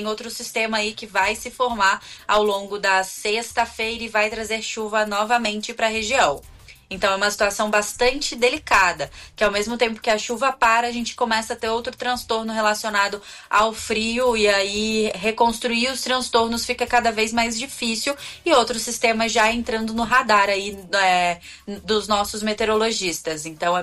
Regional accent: Espírito Santo, Brazil; also born or lived in Minas Gerais; Já morei em Minas e sou do Espírito Santo.

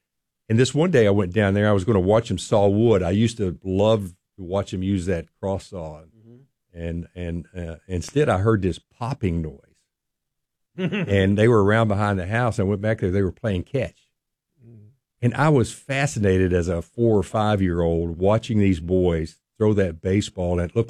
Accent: Brownsville, Kentucky, United States; I'm from Brownsville, Kentucky.

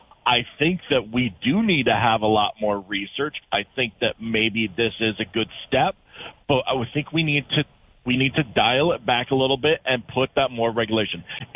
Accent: Crookston, Minnesota, United States; I grew up in Crookston, and I know teachers that have been up till 11 p.m. at night grading papers and essays.

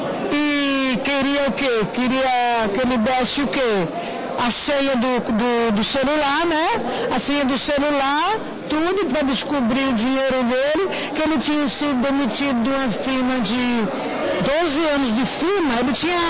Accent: Itapevi, São Paulo, Brazil; Eu venho de Itapevi.

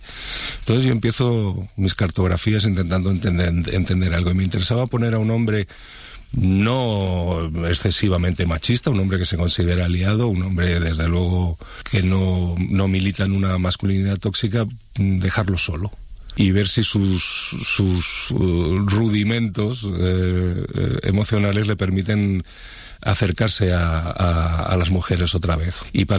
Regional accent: Madrid, Community of Madrid, Spain; Yo soy muy urbanita, yo soy de Madrid, nunca tuve abuelitos con pueblo ni cosas de estas, soy muy urbanita.

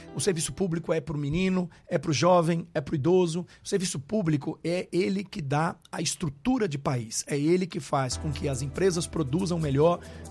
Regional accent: Brazil

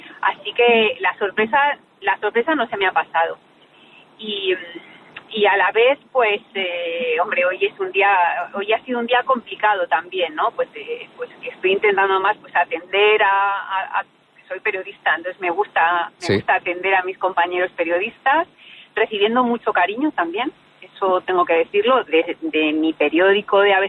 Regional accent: Albacete, Castilla-La Mancha, Spain; now in Madrid, Spain; Además, soy de Albacete, pero es que además yo vivo al lado del Santiago Bernabéu

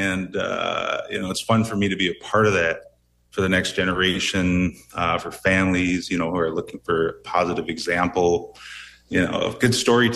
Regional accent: Minneapolis, Minnesota, United States; I grew up in the Twin Cities

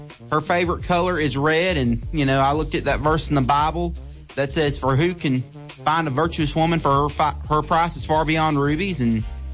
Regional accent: Arkansas, United States; born there; now in Plant City, United States; growing up in Arkansas

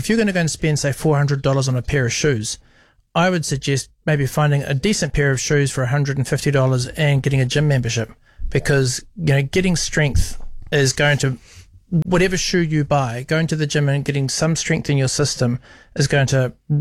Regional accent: Napier, Hawke's Bay, New Zealand; because when I was growing up as a kid, I grew up in Napier. As a kid, I was very much involved in my yachting

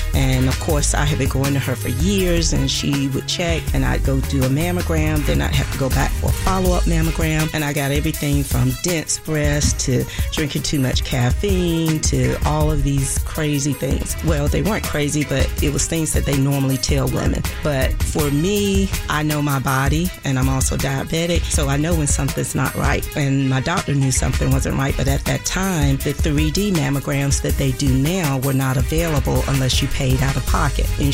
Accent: Rocky Mount, North Carolina, United States; now in Virginia, United States; I'm originally from Rocky Mount, North Carolina, and I've been here in Virginia for 34 years

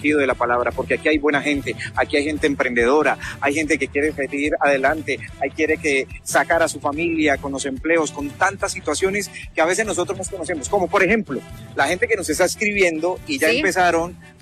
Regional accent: Cali, Valle del Cauca, Colombia; Nosotros, como seres humanos, como caleños, ¿qué estamos haciendo para ese cambio?

